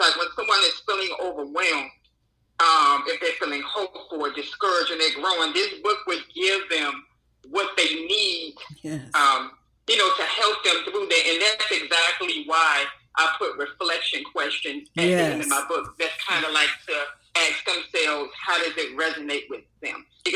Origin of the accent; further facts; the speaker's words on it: Washington, District of Columbia, United States; moved away as an adult; now in Atlanta, United States; I'm originally from Washington, D.C. I've been in Atlanta, Georgia for a little over 25 years.